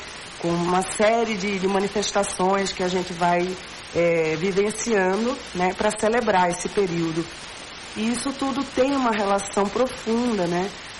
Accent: Limoeiro, Pernambuco, Brazil; Eu sou de Limoeiro, então quem já foi para Limoeiro e gostou do forró de lá

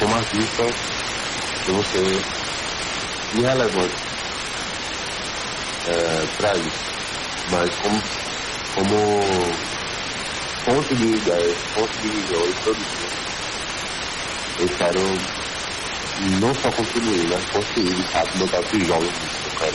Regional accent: Northeast Brazil, Brazil; Não só de ser nordestino

